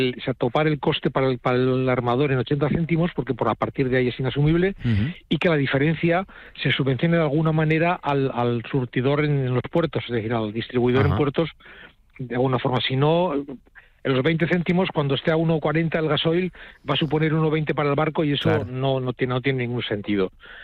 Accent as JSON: {"language": "Spanish", "country": "Spain", "said": "Disculparme que hable en castellano, pero es que yo soy castellano parlante y sí."}